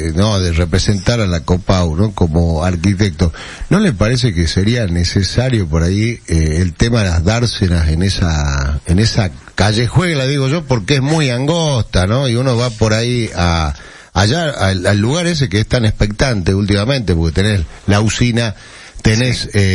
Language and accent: Spanish; Salta, Argentina; porque soy muy salteño